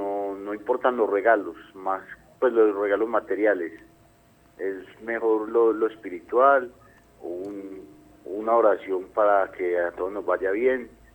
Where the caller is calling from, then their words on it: Medellín, Antioquia, Colombia; De Prado Centro.